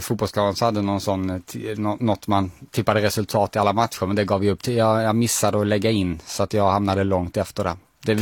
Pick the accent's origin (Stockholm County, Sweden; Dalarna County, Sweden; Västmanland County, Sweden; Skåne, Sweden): Skåne, Sweden; Dalby; Jag är från Dalby, så en liten rivalby.